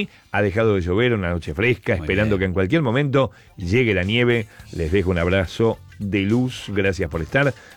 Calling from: Bariloche, Río Negro, Argentina; de Bariloche, como cada madrugada, al pie del cañón.

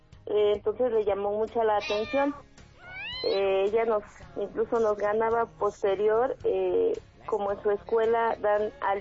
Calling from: Nicolás Romero, State of Mexico, Mexico; Desde Nicolás Romero, Estado de México.

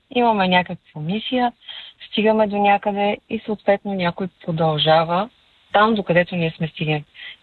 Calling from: Sofia, Sofia City, Bulgaria; от София съм пак.

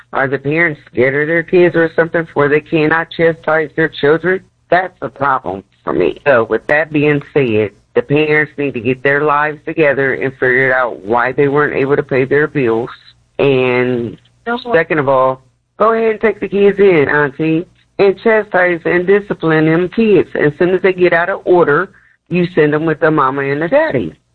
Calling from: Columbus, Ohio, United States; I'm calling from Columbus, Ohio

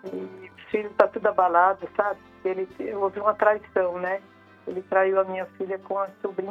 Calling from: São Paulo, Brazil; eu falo aqui do Jardim Colorado, Capão do Imbira, Zona Leste, São Paulo.

